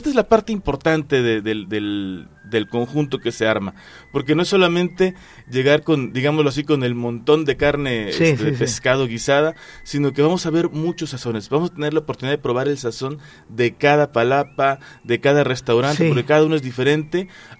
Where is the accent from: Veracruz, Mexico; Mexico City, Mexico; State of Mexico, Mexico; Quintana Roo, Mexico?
Veracruz, Mexico; Barra de Cazones; Pues yo soy también de la Barra de Cazones, allá crecí. Mi mamá allá se hizo de un espacio donde hemos ido construyendo, sí, una casa a lo largo de toda la vida.